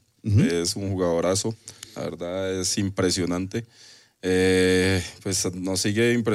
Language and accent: Spanish; Veracruz, Mexico; Soy yo allá de Veracruz.